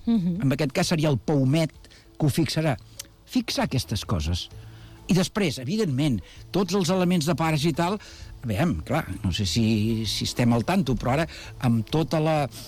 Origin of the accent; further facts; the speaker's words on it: Badalona, Catalonia, Spain; però com a badaloní i la gent de Canyet no podrà regar els horts.